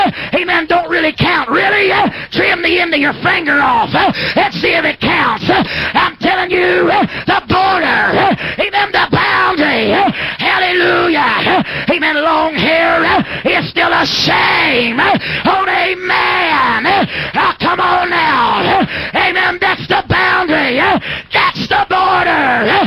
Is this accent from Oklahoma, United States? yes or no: yes; Oklahoma, United States; back home, Oklahoma